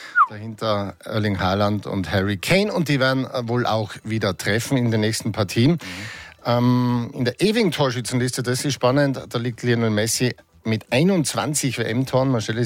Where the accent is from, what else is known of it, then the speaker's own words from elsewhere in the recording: Austria; als Österreicher